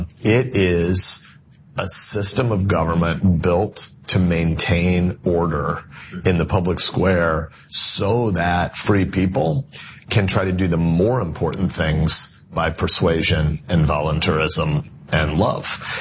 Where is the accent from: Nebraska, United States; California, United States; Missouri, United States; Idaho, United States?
Nebraska, United States; Fremont; also born or lived in Plainview; I was born in Plainview on the Nebraska-South Dakota border, but I lived in Fremont from age 2 on, and our home now is a mile from where I grew up.